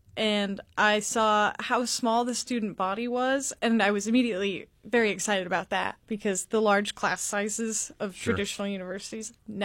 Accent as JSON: {"language": "English", "region": "Utah", "country": "United States", "lives_now": "Juneau, United States", "said": "I'm from Utah."}